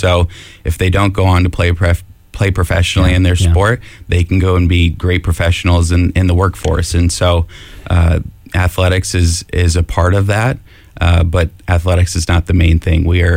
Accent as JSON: {"language": "English", "region": "Arizona", "country": "United States", "tie": "born or raised there", "moved": "yes", "lives_now": "Northwest Ohio, United States", "said": "I grew up in Arizona, but my parents are from the Midwest."}